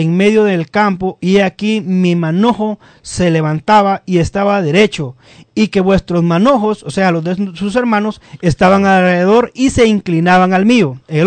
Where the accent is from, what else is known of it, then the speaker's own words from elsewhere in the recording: Honduras; Yo tengo la responsabilidad por mi país, Honduras.